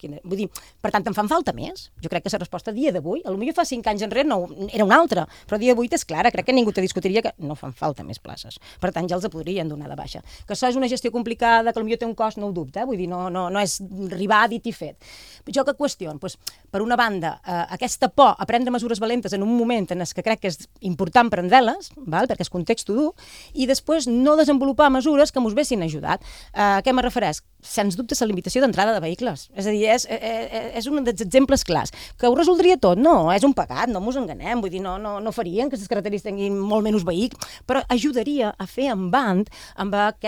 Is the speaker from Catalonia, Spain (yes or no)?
no; Menorca, Balearic Islands, Spain; la meva vida com a menorquina, que no viu del turisme